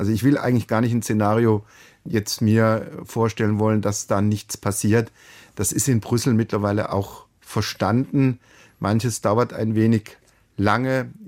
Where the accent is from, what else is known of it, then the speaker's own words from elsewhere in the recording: Karlsruhe, Baden-Württemberg, Germany; man hört es mir auch an, als Karlsruher nahe der französischen Grenze groß geworden